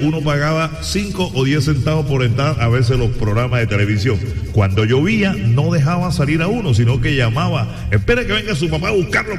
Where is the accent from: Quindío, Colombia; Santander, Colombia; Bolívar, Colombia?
Bolívar, Colombia; Magangué; en mi pueblo, en Magangué